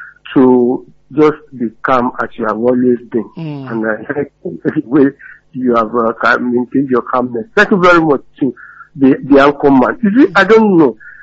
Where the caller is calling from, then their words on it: Nigeria; We are all here, we are Nigerians